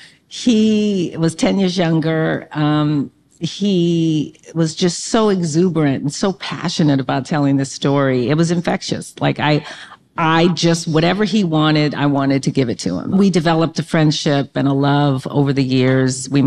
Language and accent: English; Inglewood, California, United States; I grew up in Inglewood.